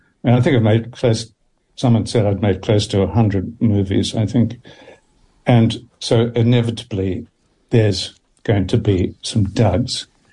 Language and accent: English; Dunedin, Otago, New Zealand; I mean, I grew up in Dunedin, and in Dunedin, you never really imagined that you would have a career on the screen of one kind or another.